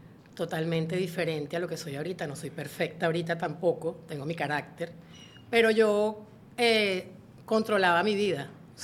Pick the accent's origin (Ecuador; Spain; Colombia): Spain; born there; Nací en España.